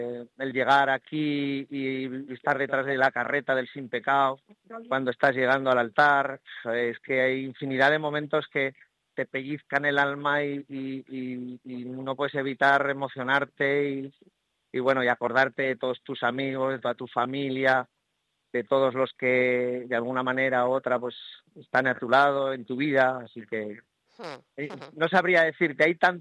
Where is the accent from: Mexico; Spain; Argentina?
Spain; Aragon; yo digo mucho que soy maño … nos tienen mucho cariño, sí.